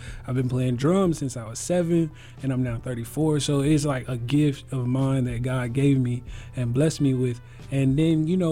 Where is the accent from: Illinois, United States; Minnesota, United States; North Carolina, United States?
North Carolina, United States; Durham; as y'all heard, professional resilience speaker and coach, and I am from Durham, North Carolina.